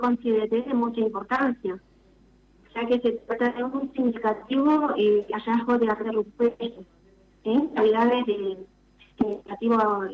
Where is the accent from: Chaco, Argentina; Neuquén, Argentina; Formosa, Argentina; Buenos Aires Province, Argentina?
Neuquén, Argentina; Los Catutos; soy nacida y criada acá en este hermoso paraje de Los Catutos. En todas las publicaciones sale como que soy de Zapala.